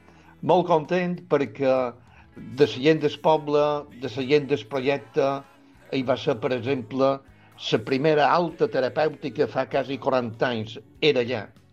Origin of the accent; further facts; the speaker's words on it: Vilafranca de Bonany, Balearic Islands, Spain; anar de casa nostra, en què havia passat la infància i la joventut